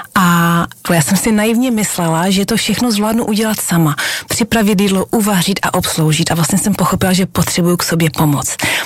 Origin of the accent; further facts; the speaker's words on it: Moravia, Czechia; vrátila zpátky na Moravu, odkud pocházím